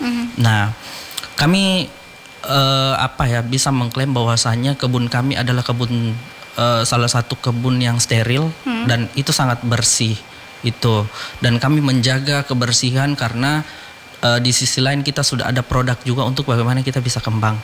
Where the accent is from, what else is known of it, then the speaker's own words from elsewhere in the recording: Bulukumba, South Sulawesi, Indonesia; di kampung kami, khususnya di Kabupaten Bulukumba, Kak, itu tepatnya di Desa Bonto Bulaeng, Kecamatan Bulukumba. Nah, di sana terus terang masih banyak, karena kami termasuk desa terpencil ya.